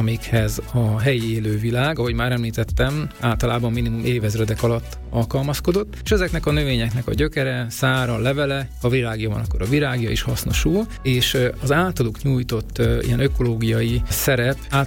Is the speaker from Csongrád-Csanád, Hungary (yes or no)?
no; Debrecen, Hajdú-Bihar, Hungary; Én Debrecen egyik lakótelepén nőttem fel